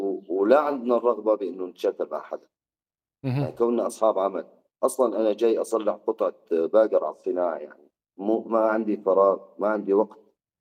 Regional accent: Raqqa, Raqqa Governorate, Syria; أنا تعاطف أهل الرقة ومدينتي وأهل سوريا كاملة

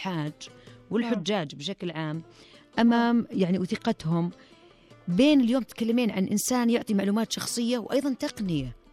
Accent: Saudi Arabia; نفخر فيها كسعوديين

